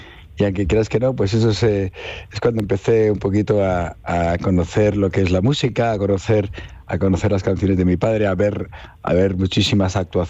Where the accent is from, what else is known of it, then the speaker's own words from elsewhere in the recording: Spain; moved away; aquí en España, muy muy contento, ¿no? Porque hacía años que no pasaba tanto tiempo aquí en mi tierra